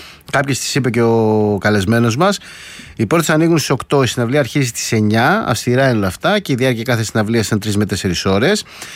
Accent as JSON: {"language": "Greek", "town": "Milos", "region": "South Aegean", "country": "Greece", "tie": "born or raised there", "said": "Του χρόνου που θα πάτε και στην πατρίδα μου, τη Μήλο."}